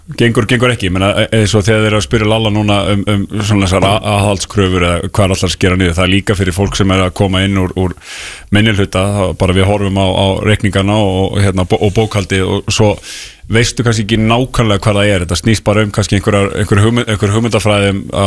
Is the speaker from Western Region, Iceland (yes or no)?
no; Álftanes, Capital Region, Iceland; ólst upp á Altanesi og við hefum búið þarna